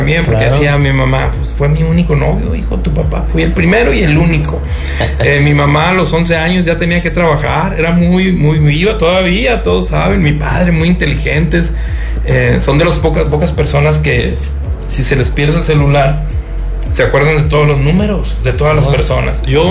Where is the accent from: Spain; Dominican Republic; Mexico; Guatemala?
Mexico; Allende; born there; nací aquí en Allende